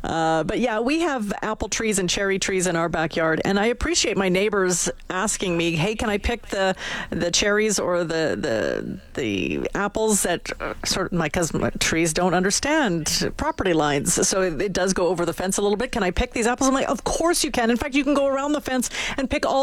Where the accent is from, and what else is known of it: Saskatchewan, Canada; born there